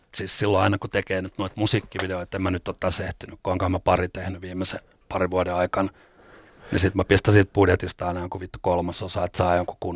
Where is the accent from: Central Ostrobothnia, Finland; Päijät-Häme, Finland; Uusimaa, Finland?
Uusimaa, Finland; Vantaa; mä oon Vantaalta Koivukylästä kotoisin